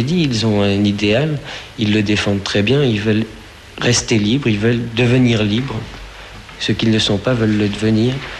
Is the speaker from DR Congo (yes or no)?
no; France; Je suis français, j'ai 23 ans.